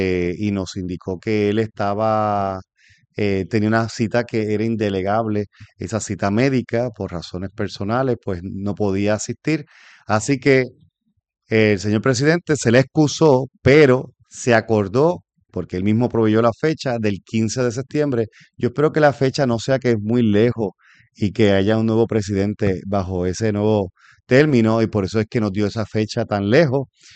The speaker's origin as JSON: {"language": "Spanish", "town": "Carolina", "country": "Puerto Rico"}